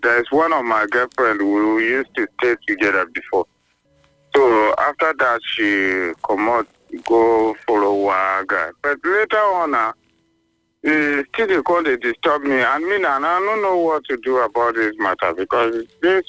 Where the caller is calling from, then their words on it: Nigeria; I live in Odigi community.